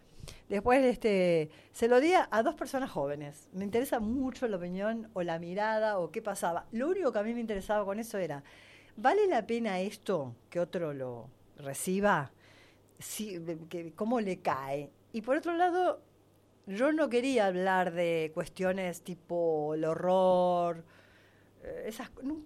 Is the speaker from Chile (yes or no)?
no; Uruguay; moved away; Yo soy una uruguaya de las que me discuto bastante con muchos uruguayos amigos y familia también.